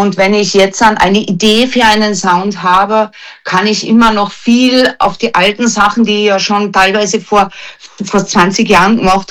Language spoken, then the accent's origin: German; Austria; Also natürlich bei uns in Österreich war es mal ganz klar